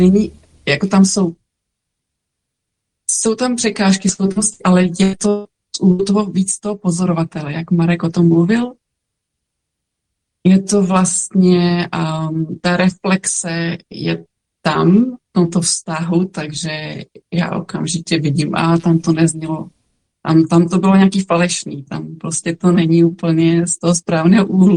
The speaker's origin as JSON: {"language": "Czech", "town": "Bílovec", "region": "Moravian-Silesian Region", "country": "Czechia", "also_born_or_lived": "England", "moved": "yes", "said": "Bílovce a já jsem totiž žila 24 let v Anglii, takže možná bude slyšet trochu můj přízvuk. Po 24 letech se to trochu odrazilo."}